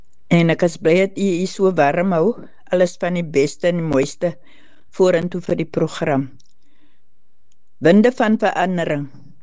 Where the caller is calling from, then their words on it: Blanco, Western Cape, South Africa; ek is van Blanco